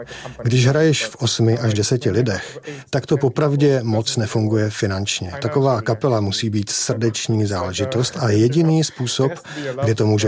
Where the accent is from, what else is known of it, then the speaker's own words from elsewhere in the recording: Slovakia; moved away as an adult; also born or lived in Wrocław / Glasgow; moje máma je Slovenka a táta Japonec, takže jsem vyrostl na Slovensku